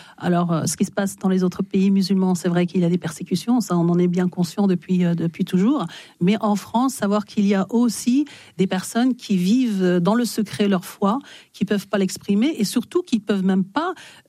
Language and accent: French; Algeria; Je suis originaire d'Algérie.